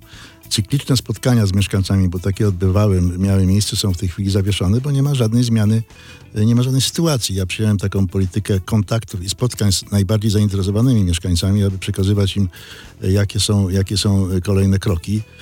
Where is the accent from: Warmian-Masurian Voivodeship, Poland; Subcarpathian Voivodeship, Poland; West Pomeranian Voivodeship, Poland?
West Pomeranian Voivodeship, Poland; Szczecin; jestem też szczecinianinem